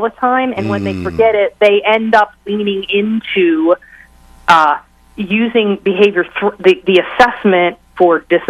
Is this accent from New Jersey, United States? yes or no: no; Pittsburgh, Pennsylvania, United States; I'm from Pittsburgh